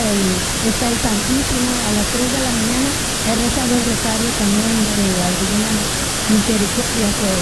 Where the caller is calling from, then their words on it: Fontana, California, United States; Vengo de Fontana y yo la verdad que sí estoy muy feliz por la estación de radio de Cristian Moreno Valley